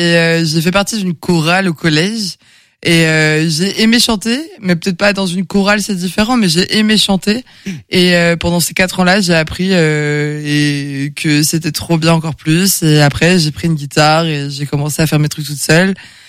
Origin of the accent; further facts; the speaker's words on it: Angers, Pays de la Loire, France; je viens d'Angers, je suis auteure, compositrice et interprète.